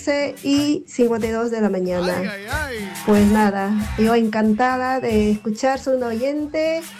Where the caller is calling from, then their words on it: Madrid, Community of Madrid, Spain; soy una oyente de Madrid, España. Mando un saludo grande desde España.